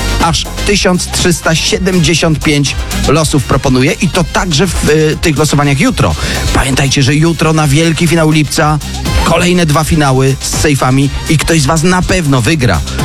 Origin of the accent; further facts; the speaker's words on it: Subcarpathian Voivodeship, Poland; Ja tak wczoraj usłyszałem, że ktoś był z Dębicy, to niedaleko mojej rodzinnej miejscowości.